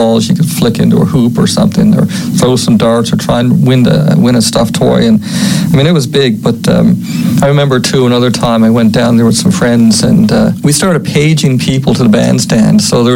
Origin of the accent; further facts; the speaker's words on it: Newfoundland and Labrador, Canada; also born or lived in St. John's; now in Calgary, Canada; where I grew up in Newfoundland.